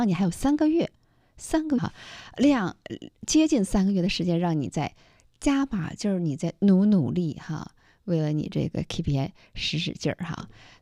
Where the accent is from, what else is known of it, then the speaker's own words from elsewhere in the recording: Dalian, Liaoning, China; 那是我们大连人吃飞蟹的最好的时间。